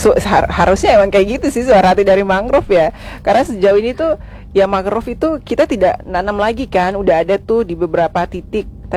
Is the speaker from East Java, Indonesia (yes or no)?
no; Maluku, Indonesia; saya juga anak Kaibobo gitu dan juga sebagai putri pariwisata Maluku saat ini.